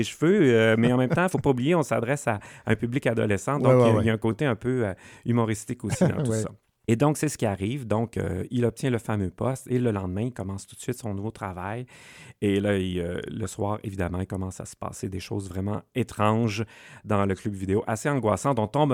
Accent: Alma, Quebec, Canada; c'est ma ville natale, moi aussi, Alma

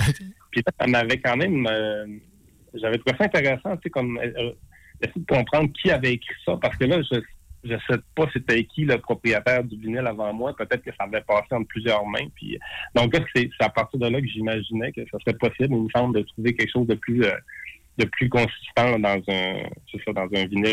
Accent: Saguenay, Quebec, Canada; born or raised there

